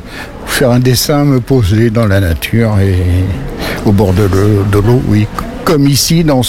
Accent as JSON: {"language": "French", "region": "Nouvelle-Aquitaine", "country": "France", "tie": "born there", "said": "Ce sont mes origines, hein, dont je suis né ici en Dordogne, sur les bords de la Drôme. Ma famille était ici."}